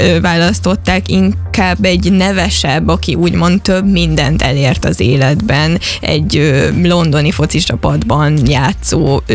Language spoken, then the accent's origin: Hungarian; Szada, Pest, Hungary; born or raised there